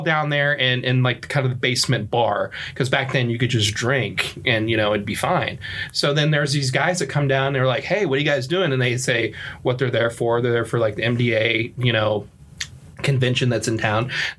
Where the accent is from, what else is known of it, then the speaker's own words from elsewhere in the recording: Dallas, Texas, United States; born there; I was born in Dallas